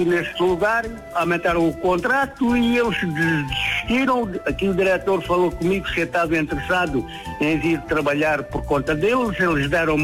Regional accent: Faro, Algarve, Portugal; also born or lived in Saboia; Eu não sou de Lolé, eu sou alentejano.

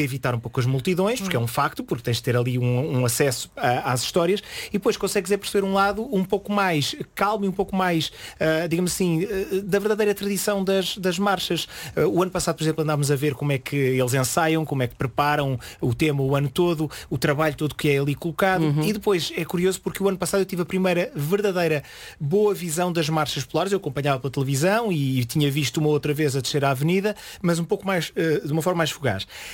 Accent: Porto, Norte, Portugal; now in Lisbon, Portugal; eu sou portuense

